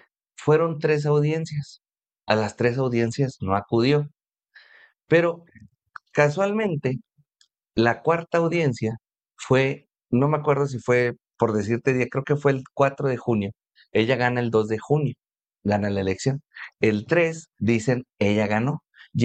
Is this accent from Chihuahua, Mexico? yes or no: yes; Nuevo Casas Grandes, Chihuahua, Mexico; en mi pueblo, allá en Nuevo Casas Grande, Chihuahua